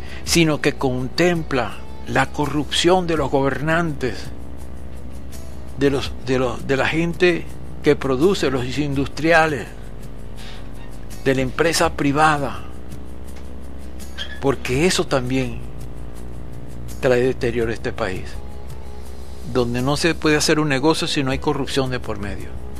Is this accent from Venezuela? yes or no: yes; Venezuela